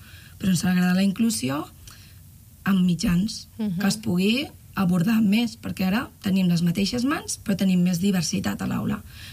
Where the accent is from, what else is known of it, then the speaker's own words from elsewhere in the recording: Valencian Community, Spain; Clar, jo vinc de València. Soc valenciana.